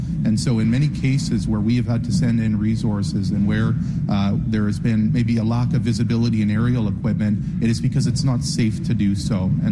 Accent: British Columbia, Canada; Now is the time for us as British Columbians to do our part.

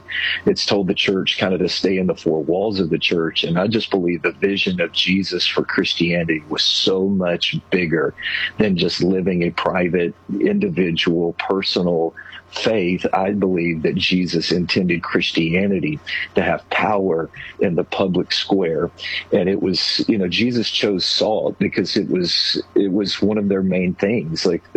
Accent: Arkansas, United States; I grew up in Arkansas, so you know, if there was a Southern translation of the Bible, it would translate it, y'all are the salt of the earth.

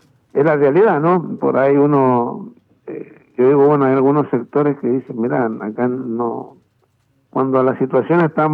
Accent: Mendoza, Argentina; muchos mendocinos la hemos dejado un costado

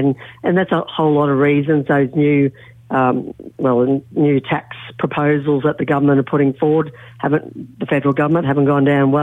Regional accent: Queensland, Australia; I don't think traditional pizza doesn't have pineapple on it, but anyway, we're from Queensland.

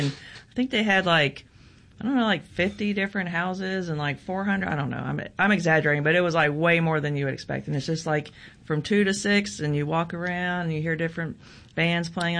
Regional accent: Oklahoma City, Oklahoma, United States; born there; now in Memphis, United States; I claim that I'm a Memphian, but I was born in Oklahoma City. My husband says I'm a Midwesterner, but I have been in Memphis for a very, very, very long time.

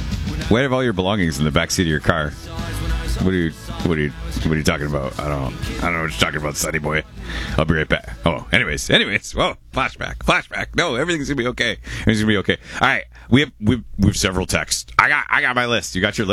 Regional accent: Fort Erie, Ontario, Canada; I'm from Fort Erie proper, but Fort Erie is actually Ridgeway and Stevensville and Crystal Beach and even the part of Shirkston that is in the Netherlands that exists between Port Colborne and Fort Erie, the unclaimed Shirkston area.

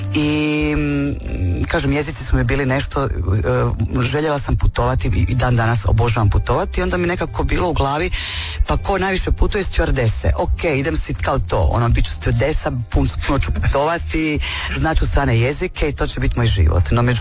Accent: Našice, Osijek-Baranja County, Croatia; naglo prekinuti svoje školovanje, preseliti iz Našica u Osijek, znači ostaviti svoju generaciju u srednjoj školi

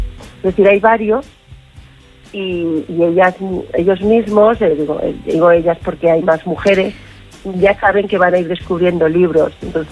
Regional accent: Conchel, Spain

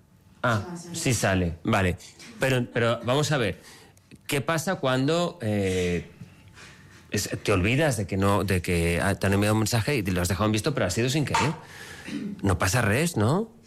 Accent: Valencian Community, Spain; Siendo yo valenciano es una expresión complicada.

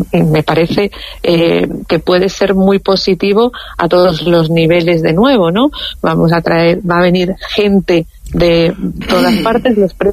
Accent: Spain; no podemos olvidar que los españoles, que España, somos también latinos.

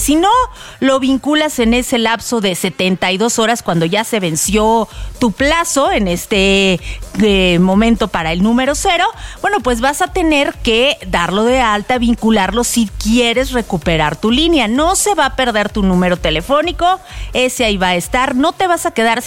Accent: Mexico; Oye, y como buen mexicano, al último momento, sí.

